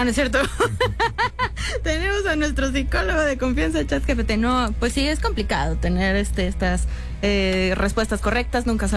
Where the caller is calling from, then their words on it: Torreón, Coahuila, Mexico; de Torreón. Los escucho todas las mañanas por radio.